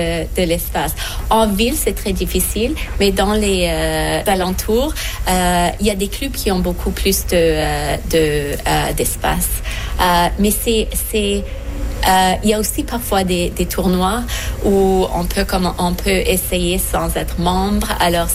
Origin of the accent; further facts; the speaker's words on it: Montreal, Quebec, Canada; born there; je suis née au Québec, à Montréal. Ma famille est d'origine égyptienne et j'étais réfugiée